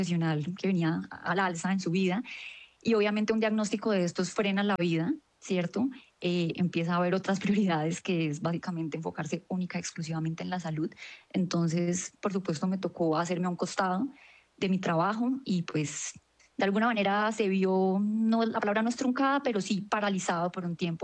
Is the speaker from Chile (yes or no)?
no; Cúcuta, Norte de Santander, Colombia; now in Bogotá, Colombia; yo soy cucuteña, tengo 29 años, estudié acá en Bogotá, en la Universidad Javeriana, me especialicé en la Universidad de los Andes